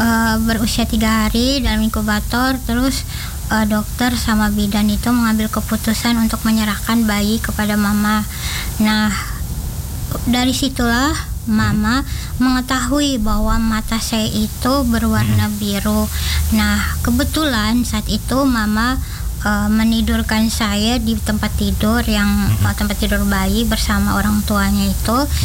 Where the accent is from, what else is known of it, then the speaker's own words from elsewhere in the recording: Bajawa, East Nusa Tenggara, Indonesia; orang Nangaroro Nagekeo dan mama orang Larantuka, Flores Timur. Namun kami dilahirkan dan dibesarkan di Kota Dingin Bajawa.